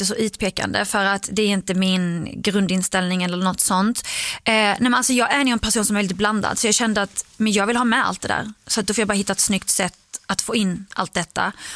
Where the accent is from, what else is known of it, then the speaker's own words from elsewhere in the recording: Skåne, Sweden; now in Stockholm, Sweden; i och med att jag är en skåning i Stockholm.